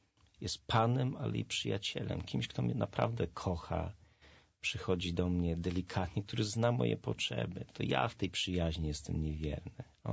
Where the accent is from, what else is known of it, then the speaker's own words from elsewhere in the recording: Lesser Poland, Poland; Ja jestem góralem, więc ja potrzebuję młotka czasami